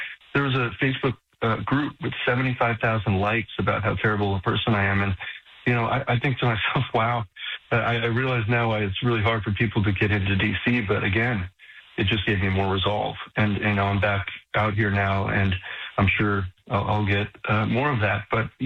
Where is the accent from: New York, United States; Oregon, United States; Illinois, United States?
New York, United States; Just the people are so inviting. Being a New Yorker coming into Houston, it was just incredible.